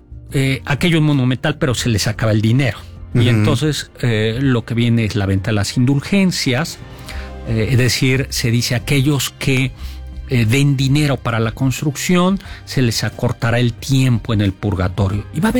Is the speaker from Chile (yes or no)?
no; Mexico